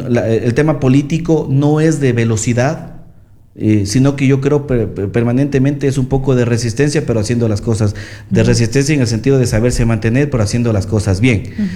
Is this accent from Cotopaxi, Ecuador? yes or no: no; San Pedro de Vilcabamba, Loja, Ecuador; el desarrollo tanto de mi parroquia, de mi cantón y también de mi provincia de Loja.